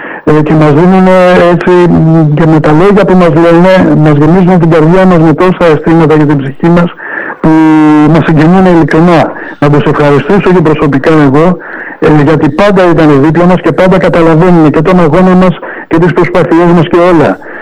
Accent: Kallithea, Attica, Greece; born there; also born or lived in Tripoli, Arcadia; εγώ γεννήθηκα στην Καλυθέα, Αθηνών.

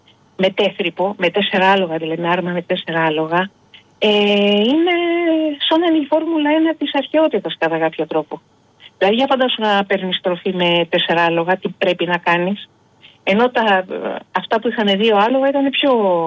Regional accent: Greece; επειδή κάποιος με ρώτησε αν είμαι Ελληνίδα, από όσο ξέρω είμαι Ελληνίδα.

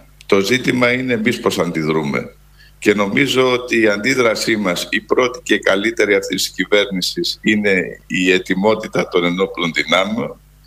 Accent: Greece; εμείς ως Έλληνες

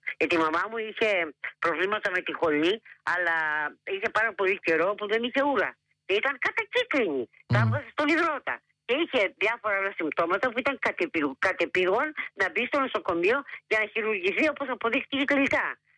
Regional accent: Chalkida, Central Greece, Greece; Γιατί είμαι από τη Χαλκίδα και δεν τη γυρίζω πίσω.

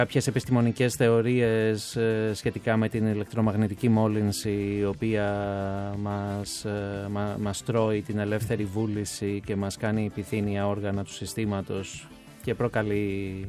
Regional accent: Greece; ως Έλληνας πολίτης και ως Ευρωπαίος πολίτης και ως παγκόσμιος πολίτης

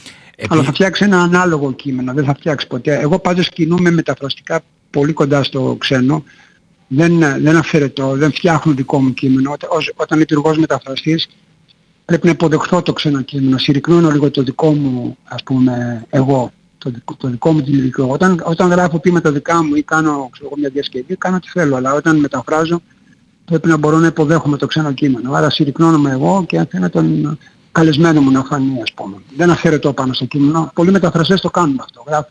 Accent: Greece; εμάς που είμαστε Έλληνες

